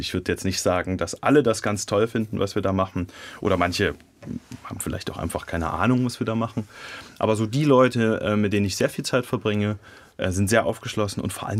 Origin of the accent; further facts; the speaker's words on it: Jena, Thuringia, Germany; Und aus Osmanstedt komme ich natürlich immer aus Jena-Priesnitz. In Berlin komme ich aus Jena. Das funktioniert besser.